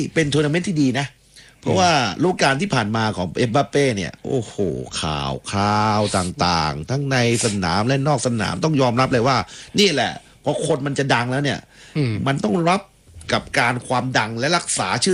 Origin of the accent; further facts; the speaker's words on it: Southern Thailand, Thailand; ผมก็เป็นคนใต้เหมือนกัน